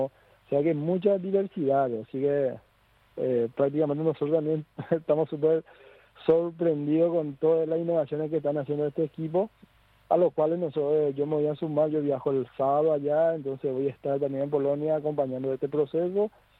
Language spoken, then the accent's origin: Spanish; Paraguay; nuestra cultura, tradiciones como paraguayo